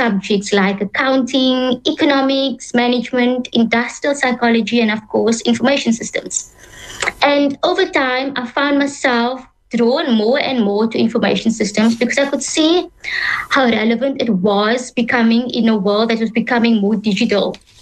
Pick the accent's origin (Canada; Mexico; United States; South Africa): South Africa; Cape Town, Western Cape; And as a young person growing up in the Cape Flats, I didn't really know what I wanted to do.